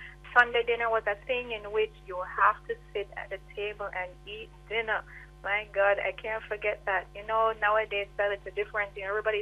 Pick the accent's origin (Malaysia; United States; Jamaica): Jamaica; Savanna-la-Mar, Westmoreland; moved away as an adult; also born or lived in Montego Bay / Grange Hill; I was born in Montego Bay, but of course, raised in Sav Lamar and mm-hmm. Grangehill.